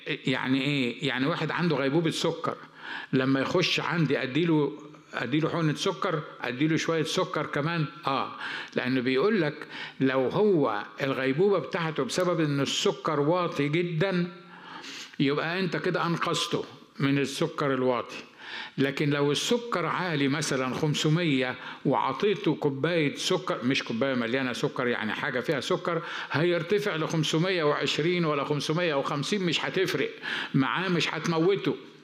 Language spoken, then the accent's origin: Arabic; Upper Egypt, Egypt